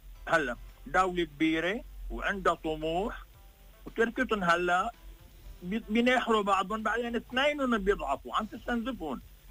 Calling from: Lebanon; أنا مواطن لبناني مع الدولة اللبنانية.

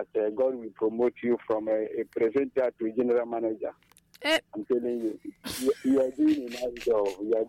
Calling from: Abakaliki, Ebonyi, Nigeria; calling from Abakaliki, Ebonyi State.

